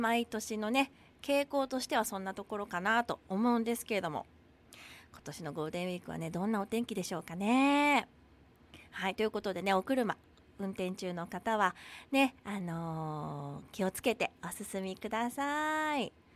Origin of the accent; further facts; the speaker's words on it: Hiroshima, Japan; now in Nago, Japan; 私の実家がねもう県外広島にあるんですけれども、